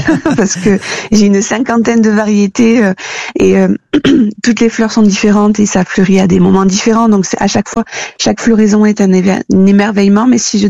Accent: Landes, Nouvelle-Aquitaine, France; moi, je suis originaire des Landes et j'ai une partie de ma famille qui parle gascon.

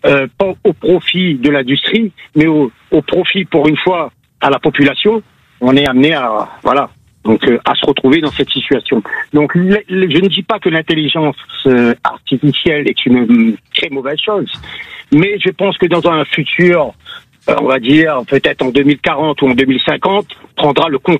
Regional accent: Réunion, France; moved away as an adult; now in Canet-en-Roussillon, France; Moi, je viens de la Réunion, ça fait pas longtemps que je suis ici. Je suis sur Canet en Roussillon.

